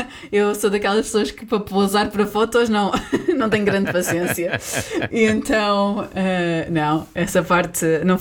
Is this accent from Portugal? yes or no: yes; Portugal; como portugueses que éramos e também como uma francesa